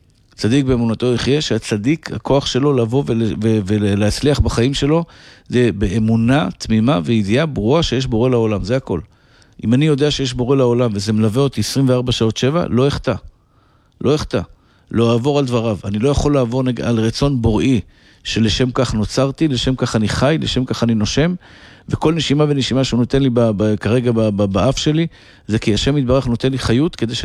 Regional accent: Bnei Brak, Tel Aviv District, Israel; אני גדלתי בבתי אבות פונוביץ', בהארדקור של החרדים בבני ברק. זה המקום שגדלתי בו.

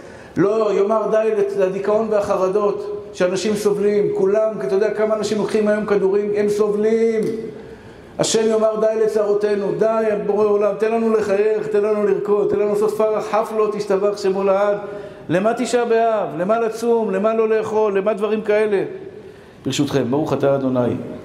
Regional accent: Bnei Brak, Tel Aviv District, Israel; אני דוס מבני ברק, אתם רואים זקן לבן, כיפה שחורה, בני ברקי

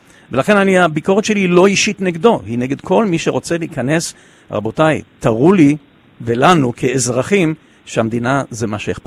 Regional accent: Ashkelon, Southern District, Israel; moved away; אני גדלתי באשקלון, המשפחה שלי עדיין באשקלון, אני שם כל שבוע

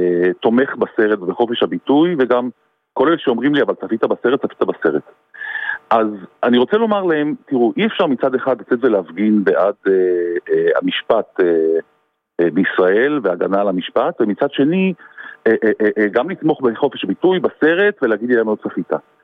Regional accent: North, Israel; אני מהצפון.

